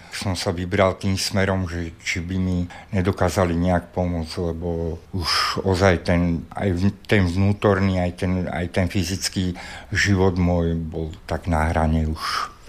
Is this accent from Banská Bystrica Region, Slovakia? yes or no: no; Bratislava, Bratislava Region, Slovakia; No ja som sa narodil tu v Bratislave, v Dubravke a v 2 rokoch sme sa presťahovali do Petržalky, kde som žil až do 48. roka života